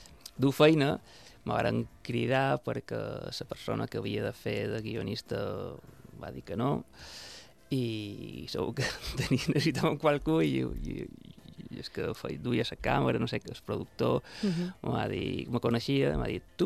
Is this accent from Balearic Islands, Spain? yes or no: yes; Palma, Balearic Islands, Spain; el Molinar, que vaig néixer en el Molinar i vaig, vaig colcar, començar a colcar bicicleta allà, en el Molinar, quan era molt diferent del que és ara.